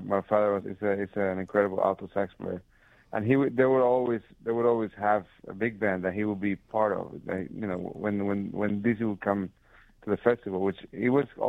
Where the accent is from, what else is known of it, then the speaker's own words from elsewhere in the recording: Cuba; born there; English is a second language; I was born in Cuba, and I went to the conservatory, and at home, my father played mostly jazz records.